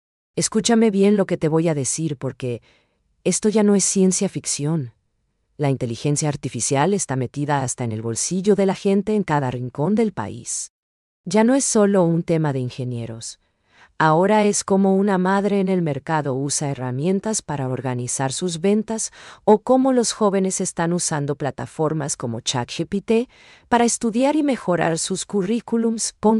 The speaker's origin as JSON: {"language": "Spanish", "country": "Paraguay", "said": "¿Estamos preparados nosotros como paraguayos para aprovechar esta tecnología?"}